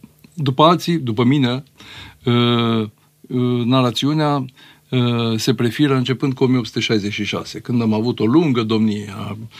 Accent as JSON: {"language": "Romanian", "town": "Arad", "region": "Arad County", "country": "Romania", "said": "eu nici nu sunt tehnic vorbind transilvanean, ci sunt din Parțiu, Aradul fiind în afara Transilvaniei istorice."}